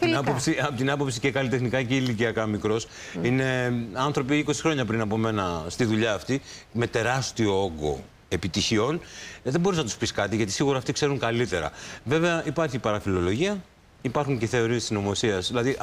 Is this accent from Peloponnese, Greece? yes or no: yes; Tripoli, Peloponnese, Greece; Αν και είμαι και εγώ από την Τρίπολη, όπως ο … είναι από την Ασέα